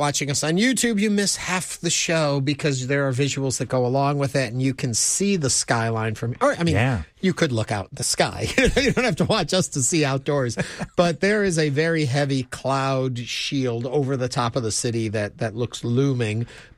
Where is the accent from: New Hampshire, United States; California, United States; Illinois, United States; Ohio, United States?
Illinois, United States; Chicago; now in Houston, United States; It's 40 degrees out. And I came from Chicago.